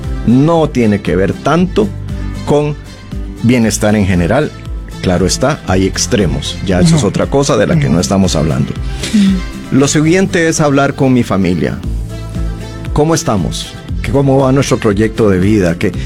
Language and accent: Spanish; Costa Rica; nosotros como ciudadanos costarricenses